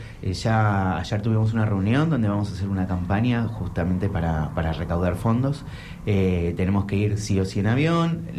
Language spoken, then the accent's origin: Spanish; Buenos Aires, Argentina; moved away as an adult; now in Trelew, Argentina; Yo soy de Buenos Aires y en mi primer mundial recuerdo cruzarme con Germán y con Waldo, y ahí me enteré que había un club acá en la Patagonia.